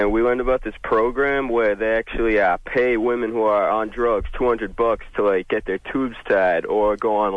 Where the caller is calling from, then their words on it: Massachusetts, United States; I'm from Massachusetts.